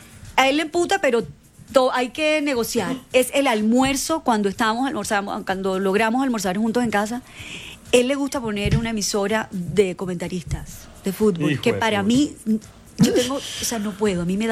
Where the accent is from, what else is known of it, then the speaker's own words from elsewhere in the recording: Cartagena, Bolívar, Colombia; moved away as an adult; now in Bogotá, Colombia; yo me vengo de Cartagena a los 18 años a estudiar artes escénicas.